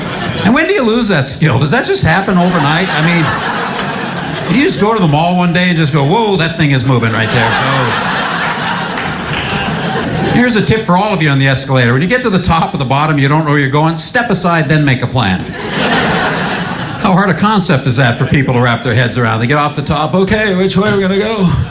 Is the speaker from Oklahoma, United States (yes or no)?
no; Seattle, Washington, United States; I'm from Seattle.